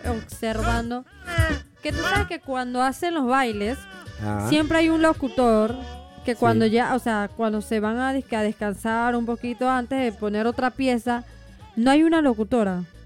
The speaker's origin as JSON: {"language": "Spanish", "town": "Las Palmas", "region": "Veraguas", "country": "Panama", "tie": "born there", "said": "yo soy de Las Palmas"}